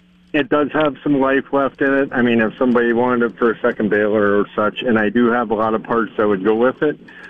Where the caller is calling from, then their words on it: Hosmer, South Dakota, United States; from Hosmer.